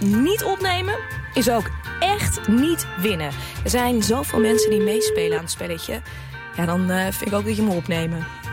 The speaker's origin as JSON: {"language": "Dutch", "town": "Zwolle", "region": "Overijssel", "country": "Netherlands", "said": "ik kom uit Zwolle, dus ik zeg niet ik doe de Otto even naar buiten."}